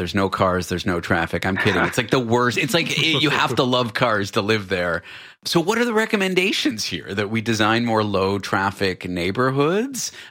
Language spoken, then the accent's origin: English; Canada; now in New York, United States; I'm from Canada. You guys live in the UK. I feel like it'll be difficult, but easier there than where I live now in the US. I mean, I live in New York.